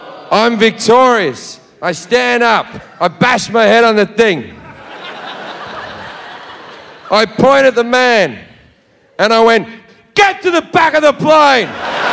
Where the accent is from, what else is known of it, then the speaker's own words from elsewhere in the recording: Australia; I'm Australian